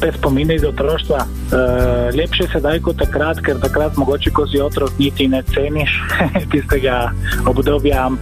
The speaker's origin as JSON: {"language": "Slovenian", "town": "Dolina", "region": "Friuli-Venezia Giulia", "country": "Italy", "tie": "born or raised there", "said": "Moj domači kraj je Dolina pri Trstu. To je vasica tik ob mestu in tik ob slovenski meji, pod gradom Socerb."}